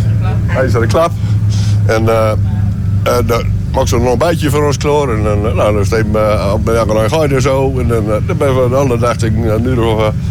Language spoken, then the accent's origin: Dutch; Delfzijl, Groningen, Netherlands; Ja, ik kom uit Del Ziel.